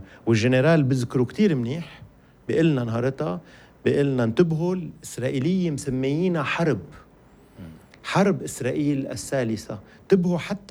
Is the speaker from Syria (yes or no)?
no; Lebanon